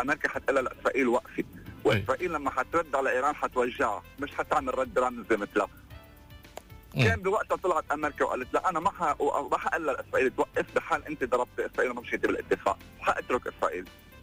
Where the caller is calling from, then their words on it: Beirut, Beirut Governorate, Lebanon; من بيروت.